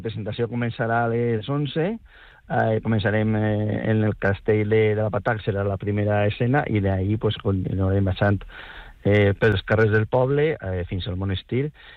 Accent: Valencian Community, Spain; va ser l'inici del que som ara com a poble i com a ciutadans valencians.

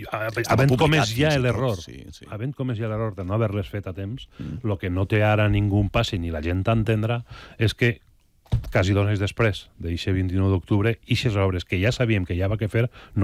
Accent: Valencian Community, Spain; A mi, com a valencià i com a responsable públic d'aquest tema, més encara, m'enfada molt quan veig gent de fora

